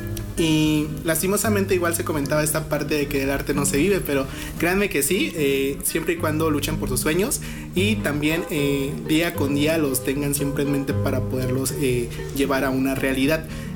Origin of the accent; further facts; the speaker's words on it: San Antonio Texcala, Puebla, Mexico; soy originariamente de San Antonio Texcala, orgullosamente, de una comunidad muy cercana aquí a Tehuacán, 25 minutos para ser exactos